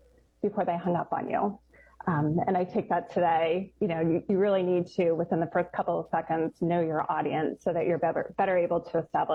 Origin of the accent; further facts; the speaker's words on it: Bethlehem, Pennsylvania, United States; I'm from Bethlehem, Pennsylvania. I have two brothers, a twin brother and a younger brother.